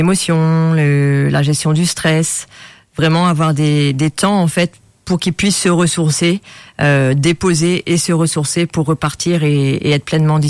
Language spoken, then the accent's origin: French; France; now in Mauritius; Ouais, j'ai grandi en France, mais ça fait plus de 15 ans que je suis à Maurice.